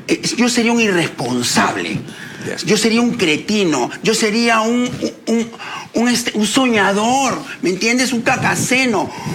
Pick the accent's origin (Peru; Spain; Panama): Peru; Seamos conscientes como peruanos.